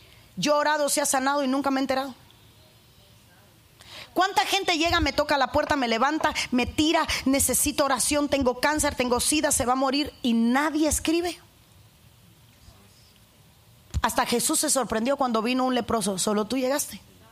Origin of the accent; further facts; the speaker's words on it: Cuba; moved away; Y hablo de Cuba porque soy cubana.